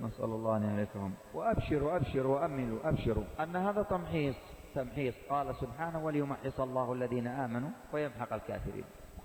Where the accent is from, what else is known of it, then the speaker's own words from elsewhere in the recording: Yemen; عندنا في الشمال